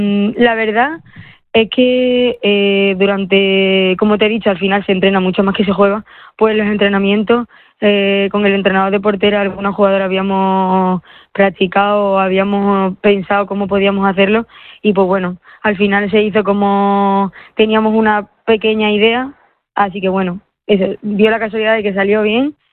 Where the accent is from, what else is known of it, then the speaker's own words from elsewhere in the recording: Málaga, Andalusia, Spain; moved away; me encanta el calor, porque soy de Málaga.